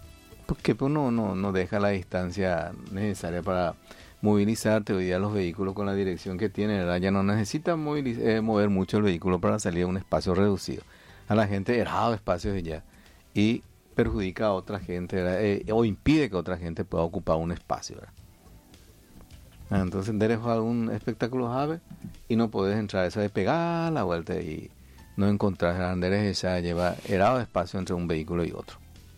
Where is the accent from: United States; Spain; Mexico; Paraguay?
Paraguay; Y así que somos los paraguayos.